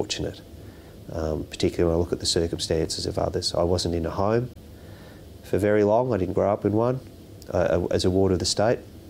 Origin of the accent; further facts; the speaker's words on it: Yarrawonga, Victoria, Australia; also born or lived in Melbourne / Shepparton; I'm a Yorta Yorta man. I was born in Melbourne, but my family's from Shepparton. I was adopted at the age of 3 months and was brought up in Yarrawonga, which is only, it would be 40 kilometres from Shepparton at most